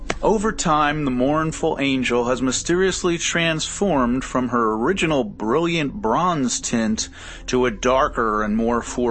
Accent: New Jersey, United States; our beloved Garden State

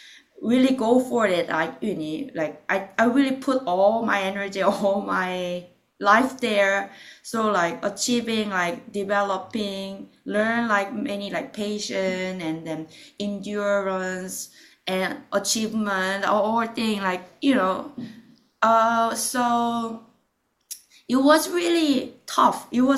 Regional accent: Seoul, South Korea; moved away as an adult; now in New York, United States; So I born in Seoul in Korea, and what I'm thinking about Korea, I was in Korea until my undergraduate.

